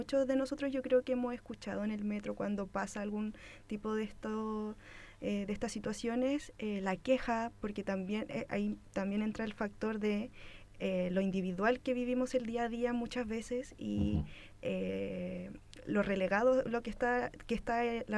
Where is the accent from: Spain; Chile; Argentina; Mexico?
Chile; como sociedad o como chilenos o como país